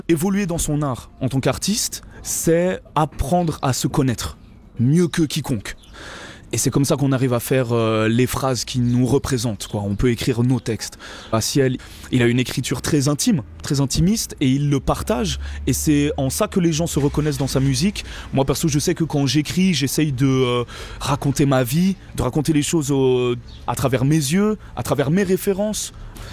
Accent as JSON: {"language": "French", "region": "Geneva", "country": "Switzerland", "said": "je viens de Genève, que je suis suisse."}